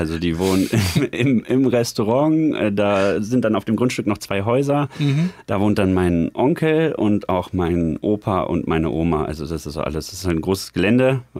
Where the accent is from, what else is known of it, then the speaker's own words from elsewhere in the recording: Bad Gandersheim, Lower Saxony, Germany; moved away as an adult; now in Würzburg, Germany; Meine familiären Wurzeln, da wo ich auch die ersten 20 Jahre meines Lebens aufgewachsen bin, liegen in Niedersachsen. Ein bisschen im Nichts für junge Leute. Deswegen beschreibe ich es immer, es liegt zwischen Göttingen und Hannover. Mhm. Oder um es dann nochmal ein bisschen zu konkretisieren, so im Harzvorland.